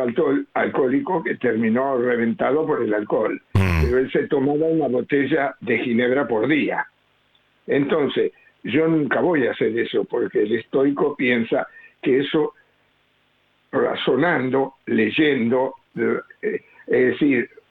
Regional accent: Ciudadela, Buenos Aires Province, Argentina; born there; now in Junín, Argentina; Nací en Capital, pero viví muchos años en Ciudadela, hasta que después me vine a Junín, porque compré una chacra para vivir con la naturaleza.

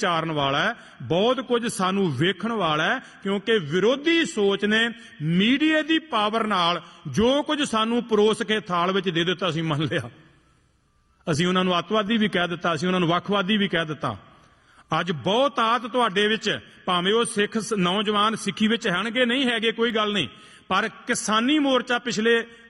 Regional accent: Punjab, India; ਪਿੰਡਾਂ ਦੇ ਅਸੀਂ ਉਸ ਇਲਾਕੇ ਦੇ ਹਾਂ ਜਿਨ੍ਹਾਂ ਇਲਾਕਿਆਂ ਵਾਸਤੇ ਤੁਹਾਡੇ ਕੰਨੀ ਇਹ ਕਹਾਵਤਾਂ ਪਈਆਂ ਨੇ ਵੀ 20-20 ਸਾਲ ਉਹਨਾਂ ਪਿੰਡਾਂ ਚੋਂ ਬਰਾਤਾਂ ਨਹੀਂ ਚੜੀਆਂ

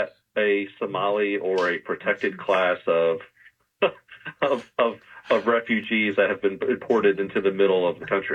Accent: Florida, United States; No. I'm from Florida.

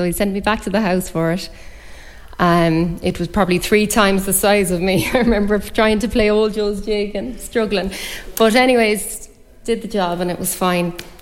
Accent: Achill, Connacht, Ireland; from Crumpon in Achill. I started playing music maybe 4 or 5.

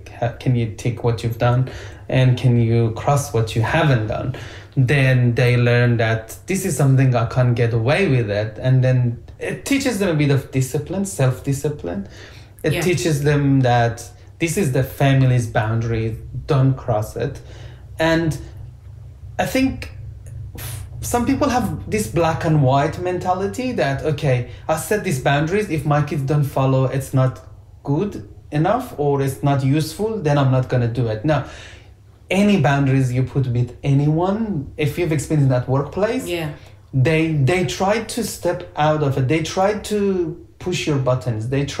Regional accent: Afghanistan; Like, we're from Afghanistan, so a lot of countries came to invade and get our country, right?

